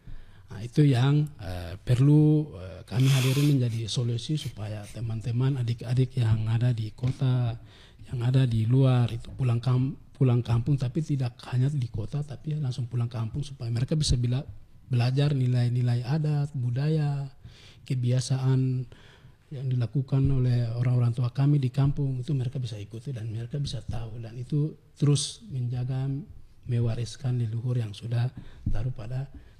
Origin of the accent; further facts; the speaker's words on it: Highland Papua, Indonesia; Misalnya kami di Walelagama itu sebutkan Hepirika, itu sayur ubi.